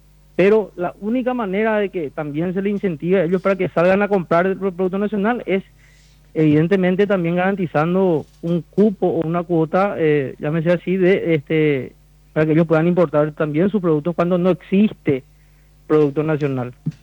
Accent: Paraguay; como ciudadano, como productor paraguayo

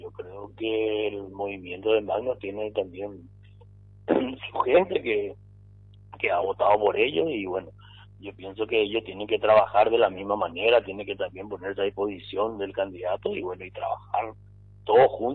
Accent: Ciudad del Este, Alto Paraná, Paraguay; yo nací acá, en Ciudad del Este, mira, hoy estamos acá en mi barrio

